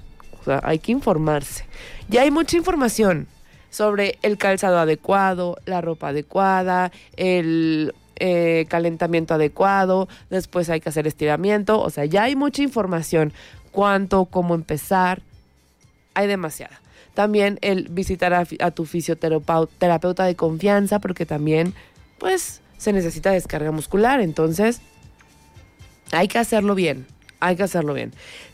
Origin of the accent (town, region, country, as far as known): Mexico